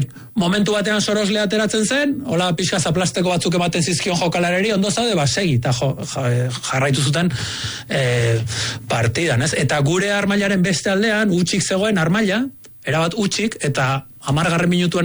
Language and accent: Basque; Bosnia & Herzegovina; Basque is a second language; now in San Sebastián, Spain; ni Donostia etorri nintzen, gerra hasi zen, gure herrian, gurasoi etxea arrezieten, lagunak hilzizkidaten, ni Zubietan nengoen entrenatzen, eta ez nuen etxera bueltatu nahi Bosniako gerrako notiziak entzutera.